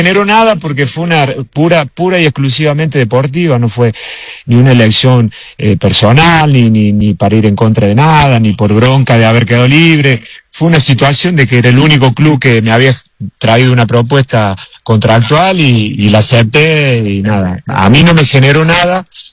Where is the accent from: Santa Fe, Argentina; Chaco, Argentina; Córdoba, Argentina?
Córdoba, Argentina; yo elegí en vez de quedarme 2 años sin jugar, teniendo 17 años, volverme a Córdoba